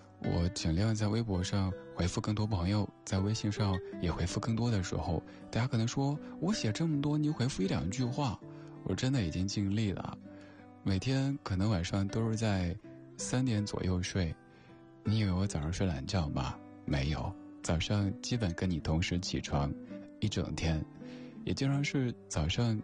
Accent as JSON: {"language": "Chinese", "town": "Chengdu", "region": "Sichuan", "country": "China", "tie": "born or raised there", "said": "在我家乡成都，"}